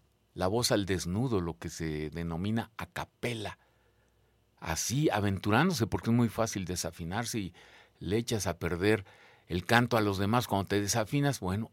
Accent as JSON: {"language": "Spanish", "country": "Mexico", "said": "así como somos los mexicanos"}